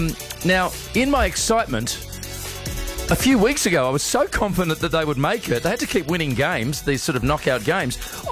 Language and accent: English; Australia; now in Saudi Arabia; But I still follow my Australian rules football team from back in my home country, and they are the Sydney Swans.